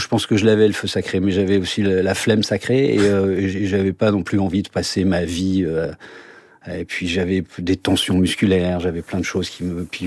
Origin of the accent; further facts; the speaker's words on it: Paris, Île-de-France, France; mon premier professeur, c'était dans mon immeuble où j'ai grandi à Montparnasse, qui s'appelait Madame Gutière.